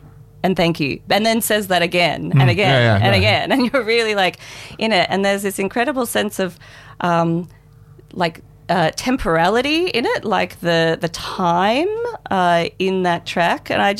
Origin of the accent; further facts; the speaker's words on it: Melbourne, Victoria, Australia; moved away as an adult; also born or lived in Adelaide, Australia; now in Byron Bay, Australia; I'm from Melbourne originally